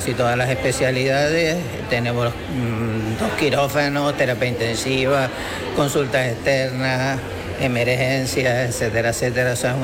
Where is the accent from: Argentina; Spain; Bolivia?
Spain; Tenerife, Canary Islands; also born or lived in Puerto Vallarta; now in Los Cabos, Mexico; que es de Tenerife igual que yo